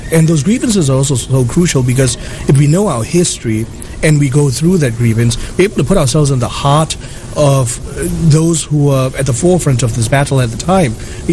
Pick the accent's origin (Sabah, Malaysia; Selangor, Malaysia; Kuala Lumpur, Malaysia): Kuala Lumpur, Malaysia; I grew up in Kuala Lumpur, Malaysia, and I memorized that preamble.